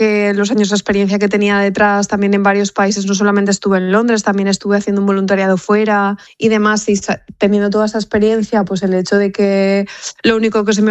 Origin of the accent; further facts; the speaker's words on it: Valencia, Valencian Community, Spain; now in Melbourne, Australia; Sí. Yo soy de Valencia capital. Oye, de Benimaclet, más exacto.